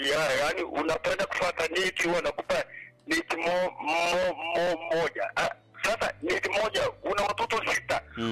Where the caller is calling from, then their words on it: Serengeti District, Mara, Tanzania; Nyamitita, wilaya Serengeti.